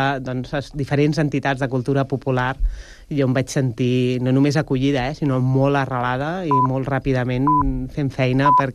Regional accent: Barcelona, Catalonia, Spain; born there; now in Sant Cugat del Vallès, Spain; Jo vaig néixer a Barcelona.

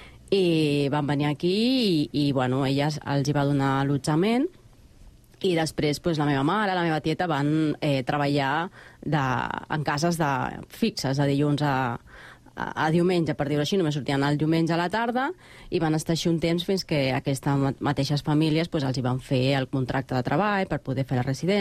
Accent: Guayaquil, Guayas, Ecuador; bon dia. Jo sóc de l'Equador, concretament de Guayaquil, un poble que està a 2 hores, per dir-ho així. El meu poble és petit, és pobre, per dir-ho així.

